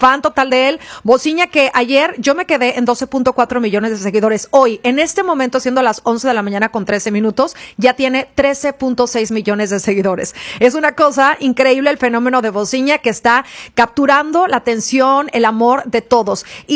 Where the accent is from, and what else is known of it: Mexico